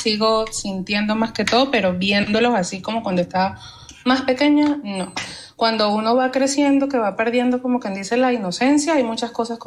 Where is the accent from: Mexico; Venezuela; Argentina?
Venezuela; now in Bucaramanga, Colombia; Yo soy de Venezuela, pero vivo en Bucaramanga.